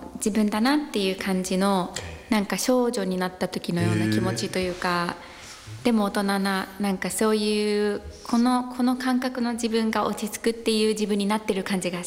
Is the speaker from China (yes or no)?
no; Bangladesh; Japanese is a second language; now in Japan; 小さい時はもう大自然の中に、バングラデシュに住んでいたので、うん、もう大自然の中にたくさん遊んで、うん、そこから日本に来て日本語を覚えて